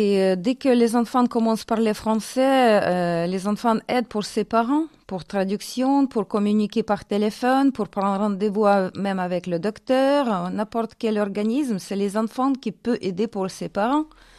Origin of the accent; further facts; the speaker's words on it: Ukraine; French is a second language; now in France; il dit que j'ai l'accent russe. Voilà, on tous parle russe, mais maintenant, on parle ukrainienne.